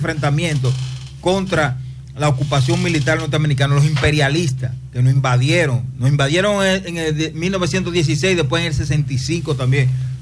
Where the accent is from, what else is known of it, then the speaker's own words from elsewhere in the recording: Montecristi, Monte Cristi, Dominican Republic; Montecristi, mi ciudad natal